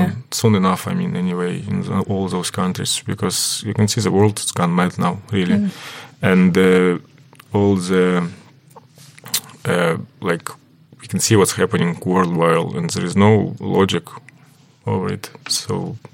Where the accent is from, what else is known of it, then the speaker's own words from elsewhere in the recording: Ukraine; English is a second language; now in Ireland; I'm from Russian-speaking region, and I started to speak Ukrainian properly only when I arrived to Ireland.